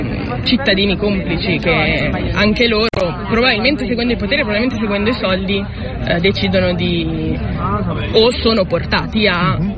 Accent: Milan, Lombardy, Italy; in quanto milanese

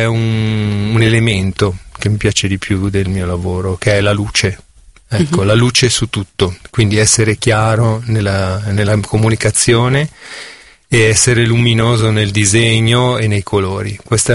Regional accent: Milan, Lombardy, Italy; Sì, io sono di Milano e provengo proprio dal quartiere di Ponte Lambro

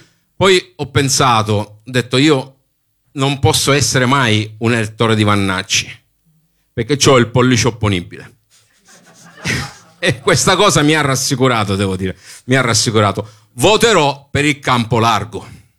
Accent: Sicily, Italy

